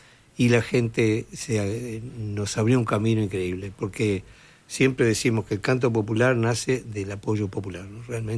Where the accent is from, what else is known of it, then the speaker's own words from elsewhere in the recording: Tacuarembó, Uruguay; moved away as an adult; now in Montevideo, Uruguay; En el 23 de abril, creo que fue, de marzo del 74, arranqué y no volví más a vivir a Tacuarembó.